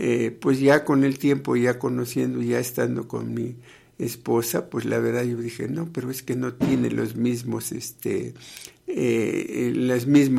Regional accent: Oaxaca, Mexico; Vengo de una población, ¿no? Yo soy oaxaqueño

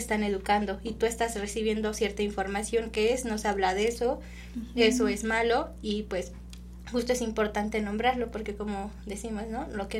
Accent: Mexico; es parte de nuestra identidad como mexicanos

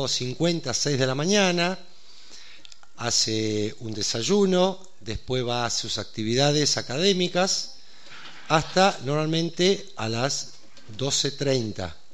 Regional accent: Godoy Cruz, Mendoza, Argentina; moved away; Yo soy de acá de Mendoza, soy oriundo de Godoy Cruz y ya me fui hace 30 años de acá.

